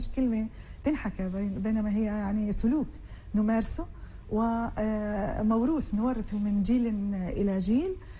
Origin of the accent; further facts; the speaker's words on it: Palestine; حطينا فيهم تراثنا الفلسطيني بكل أشكاله